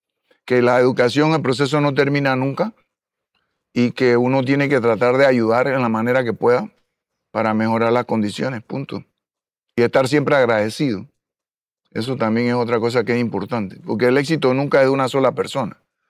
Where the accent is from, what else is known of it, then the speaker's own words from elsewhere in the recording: Panama; moved away as an adult; Nací en Panamá el 16 de julio de 1948.